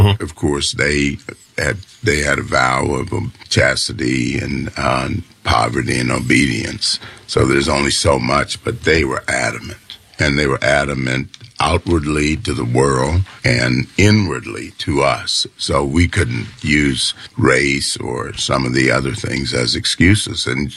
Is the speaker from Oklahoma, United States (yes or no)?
no; Pinpoint, Georgia, United States; born there; Well, I was born in Pinpoint, but and most of my growing up, I've been fortunate.